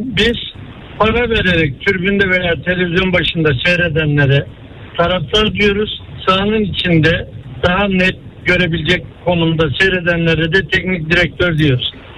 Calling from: Istanbul, Turkey; İstanbul'dan arıyorum.

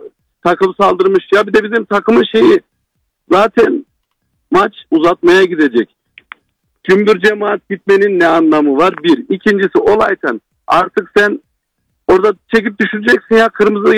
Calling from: Ankara, Turkey; Merhabalar, ben Ankara'dan

